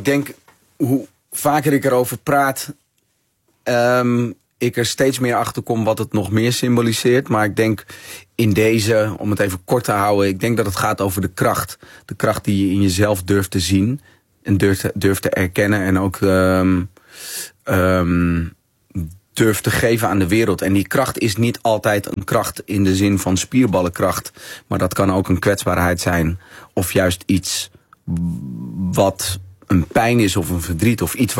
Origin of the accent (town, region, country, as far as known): De Rijp, North Holland, Netherlands; born there